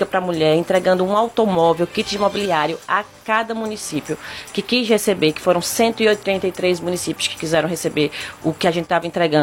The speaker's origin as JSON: {"language": "Portuguese", "town": "Caruaru", "region": "Pernambuco", "country": "Brazil", "tie": "born or raised there", "said": "nascida e criada aqui em Caruaru, como eu já falei. Comecei a trabalhar muito cedo na Feira das Flancas de Caruaru."}